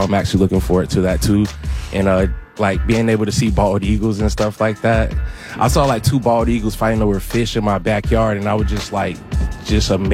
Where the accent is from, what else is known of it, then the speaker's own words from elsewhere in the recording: Florida, United States; I'm from Florida. So, like, I love the beach and things like that.